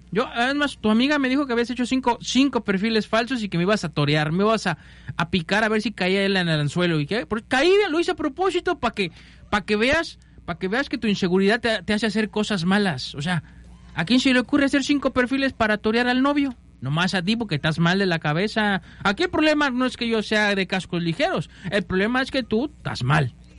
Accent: Mexico; En nuestro México mágico

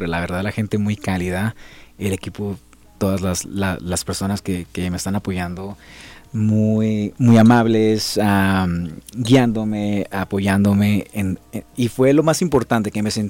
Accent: Sonora, Mexico; now in Mexico City, Mexico; Soy de Sonora, 100% sonorense.

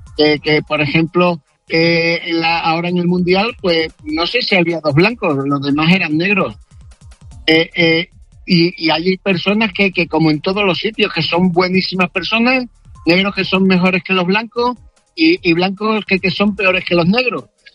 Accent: Spain; yo soy español

